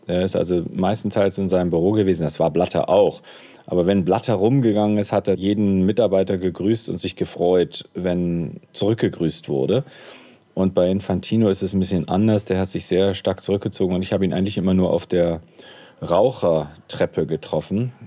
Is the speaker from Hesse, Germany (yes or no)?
no; Bremen, Germany; now in Switzerland; Ich bin gebürtiger Bremer und auch als halber Werder-Fan mal aufgewachsen.